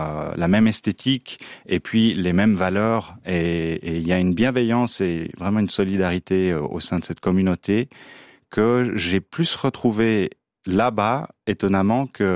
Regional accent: Chalais, Valais, Switzerland; En Valais, oui, c'est mon village natal.

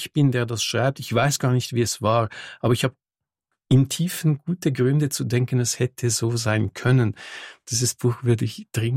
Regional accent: Lake Geneva, Switzerland; born or raised there

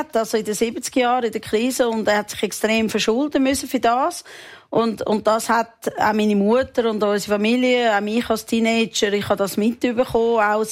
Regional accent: Meilen, Zurich, Switzerland; Ja, ich bin, Meilen.

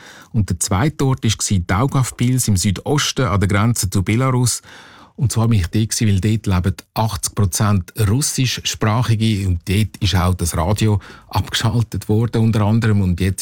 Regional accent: Switzerland; Wir reden Deutsch, aber wir verstehen uns gleich als Schweizer

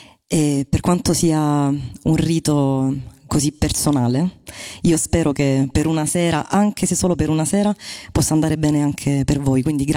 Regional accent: Apulia, Italy; Io vengo da un territorio, il Salento, che è pieno di riti di guarigione legati alla parola, alla musica, al canto, al racconto, e molti di questi sono ancora vivi e sono quasi totalmente al femminile.

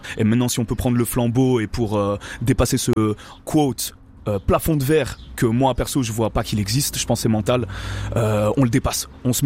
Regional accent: Geneva, Switzerland; il sait très bien que je viens de Genève, que je suis suisse. Il sait, ça transpire ça, et ça transpire le bon goût.

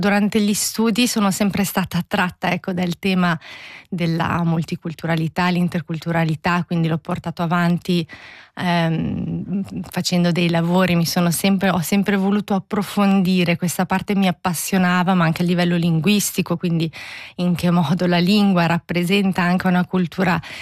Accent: Switzerland; anche io mi definisco di seconda generazione, non sono nata in Svizzera ma sono arrivata piccolissima, per cui effettivamente è come se lo fossi

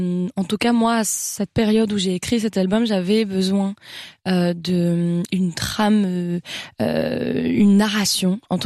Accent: Paris, Île-de-France, France; first language French; je pense que ça vient du fait que j'ai grandi à Paris et que Paris est une ville très mélangée, avec des gens de partout.

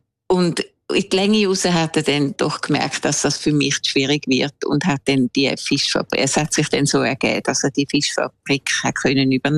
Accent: Switzerland; born or raised there

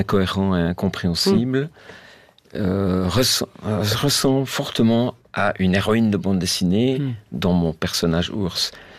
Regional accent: Switzerland; Je suis suisse, hein, mes débordements

